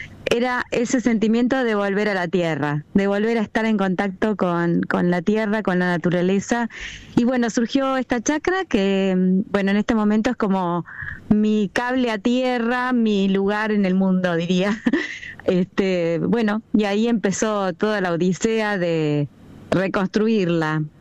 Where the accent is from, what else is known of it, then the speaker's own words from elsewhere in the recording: Buenos Aires Province, Argentina; born there; moved away as an adult; now in Río Negro, Argentina; nací en el campo, o sea, soy del centro de la provincia de Buenos Aires, nacida en el campo